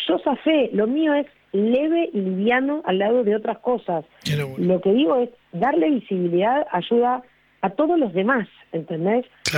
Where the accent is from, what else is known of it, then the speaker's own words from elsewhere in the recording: Quilmes, Buenos Aires Province, Argentina; mi distrito donde vivo desde que nací, porque si bien... O sea, yo nunca me fui de Quilmes, y el barrio cerrado en el que viví también era en Quilmes. Digo, siempre viví allí.